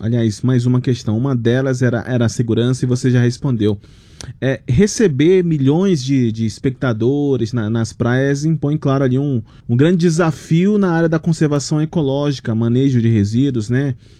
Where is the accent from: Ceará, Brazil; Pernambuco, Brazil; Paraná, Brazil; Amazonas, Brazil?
Amazonas, Brazil; Manaus; eu sou do norte, sou de Manaus, e aí as nossas praias também são de água doce, né?